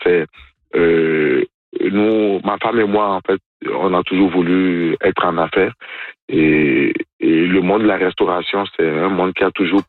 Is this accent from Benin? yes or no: yes; Benin; je connaissais pas la poutine dans mon pays d'origine, qui est le Bénin.